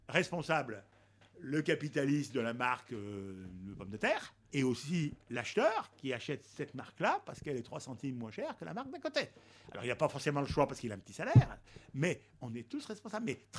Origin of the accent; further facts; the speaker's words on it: Auvergne-Rhône-Alpes, France; sous le Massif Central, je suis auvergnat, les gens se rencontrent.